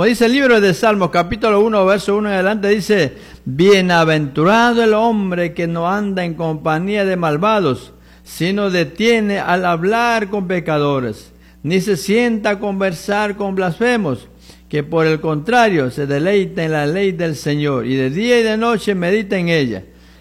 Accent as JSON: {"language": "Spanish", "town": "Yanacocha", "region": "Chimborazo", "country": "Ecuador", "moved": "yes", "said": "Allá en la Cocha, mi tierrita querida."}